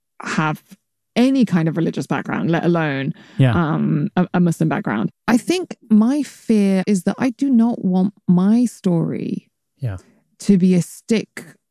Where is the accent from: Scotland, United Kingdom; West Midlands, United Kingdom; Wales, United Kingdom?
West Midlands, United Kingdom; Birmingham; Birmingham, England.